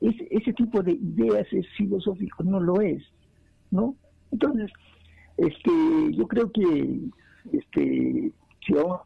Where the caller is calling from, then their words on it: Juliaca, Puno, Peru; de Juliaca.